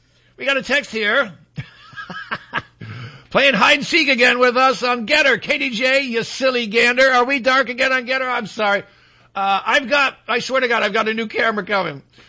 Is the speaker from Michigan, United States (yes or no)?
yes; Michigan, United States; who wants to be a senator from my home state. My home state. We didn't have any texts from Michigan today.